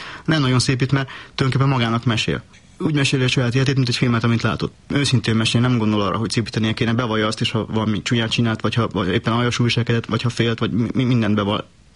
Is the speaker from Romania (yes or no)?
yes; Transylvania, Romania; Ez nem igazán az az erdély, amiben én éltem, hanem egy fiktív erdély.